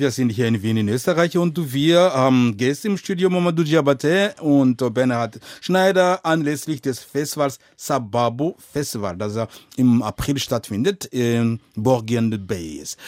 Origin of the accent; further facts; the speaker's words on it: Rwanda; born there; German is a second language; Weil ich weiß ja auch bei uns in Ruanda, ja, wo ich geboren bin, wenn jede Trommel klang, hat eine Bedeutung gehabt.